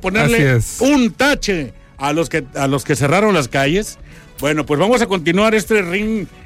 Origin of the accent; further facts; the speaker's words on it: Acapulco, Guerrero, Mexico; moved away; Un tema de mi tierra de allá de Acapulco.